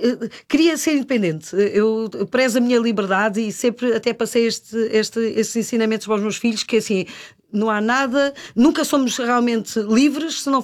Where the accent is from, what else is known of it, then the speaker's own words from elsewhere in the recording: Cascais, Lisbon, Portugal; born there; also born or lived in Brazil; como fomos viver depois para a linha de Cascais, não é? Ali fomos viver, fui viver propriamente para São Pedro Estoril.